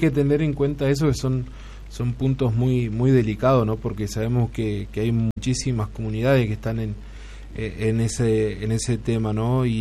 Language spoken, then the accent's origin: Spanish; Junín, Argentina; los que somos nacidos y criados en Junín.